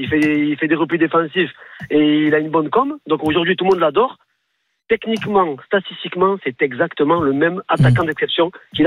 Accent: Avignon, Provence-Alpes-Côte d'Azur, France; Eric, tu me rigoles encore plus parce que je suis d'Avignon.

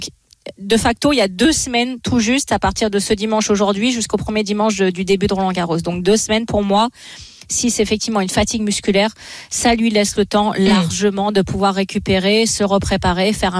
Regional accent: France; en tant que Français

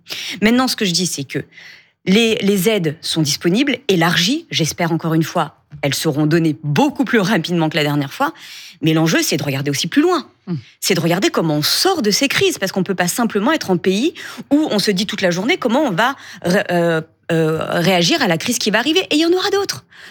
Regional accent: France

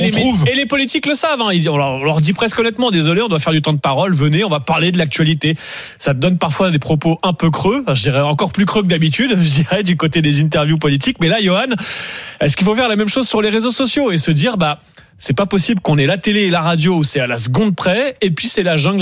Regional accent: France; En France, on a en effet, on est français, on est comme ça, on a plus de courants, d'idées.

